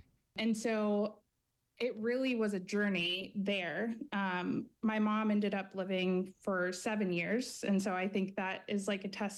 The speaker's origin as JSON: {"language": "English", "region": "Texas", "country": "United States", "tie": "born or raised there", "said": "So I grew up in Texas, and that's where I began studying public health as an undergraduate."}